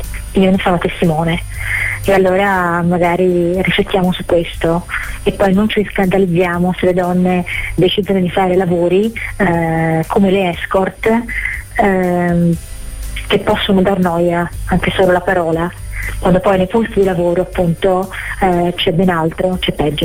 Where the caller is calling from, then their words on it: Florence, Tuscany, Italy; sono di Firenze